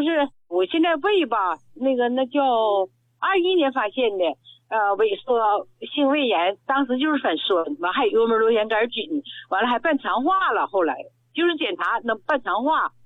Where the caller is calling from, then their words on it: Shenyang, Liaoning, China; 我是沈阳的。